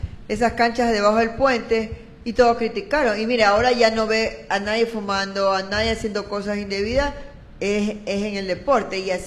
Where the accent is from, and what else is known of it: Ecuador